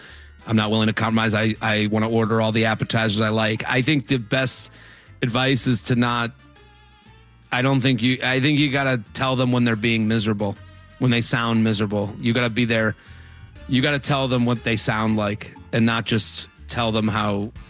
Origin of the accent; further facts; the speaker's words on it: Needham, Massachusetts, United States; I'm from Needham.